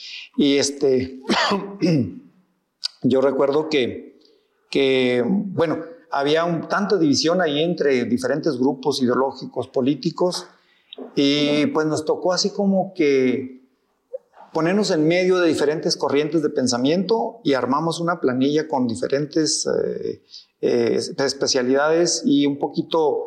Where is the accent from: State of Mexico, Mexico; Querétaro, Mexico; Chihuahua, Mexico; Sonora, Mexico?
Chihuahua, Mexico; Colonia Óscar Soto Máynez; yo vengo de una familia de escasos recursos económicos y yo había logrado una beca para, estando en la secundaria aquí en Colonia Oscar Soto Maynez, en mi pueblo natal